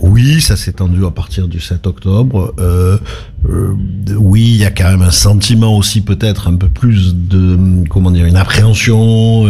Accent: Marseille, Provence-Alpes-Côte d'Azur, France; en tant que Marseillais

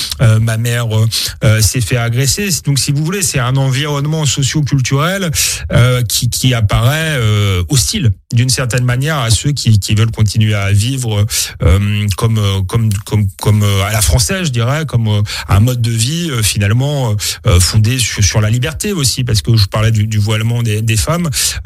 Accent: Épinay-sur-Seine, Île-de-France, France; also born or lived in Saint-Denis; Moi, j'ai grandi à Épinay-sur-Seine et à Saint-Denis

